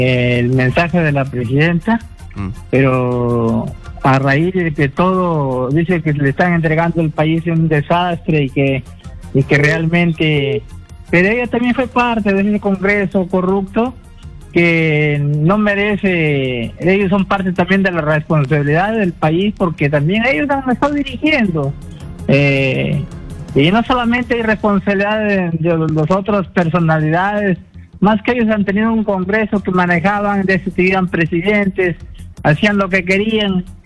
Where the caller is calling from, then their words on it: Piura, Peru; de Piura.